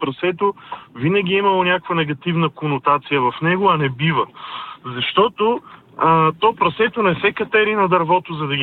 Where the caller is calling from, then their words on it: Sofia, Sofia City, Bulgaria; Ало, добро утро … от София.